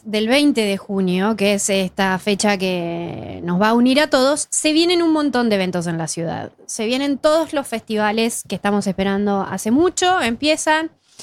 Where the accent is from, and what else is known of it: Argentina; moved away